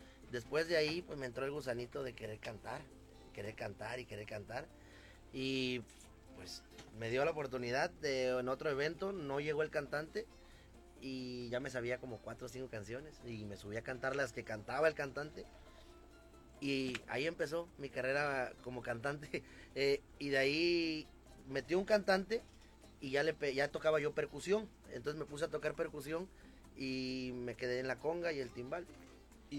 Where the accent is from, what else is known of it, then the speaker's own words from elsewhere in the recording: Veracruz, Mexico; Soy, soy veracruzano, mi padre cubano, mi madre veracruzana, abuelos cubanos.